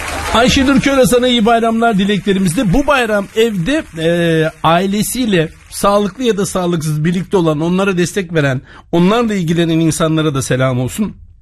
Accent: Black Sea Region, Turkey; Biraz Karadeniz'e gelin. Bizim oraların havasını şöyle bir koklayın.

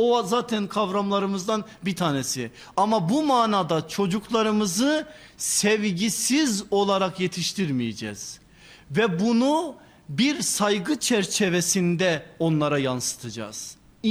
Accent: Erzurum, Turkey; mesela ben Erzurumluyum biliyorsunuz, bizde biraz daha fazladır o.

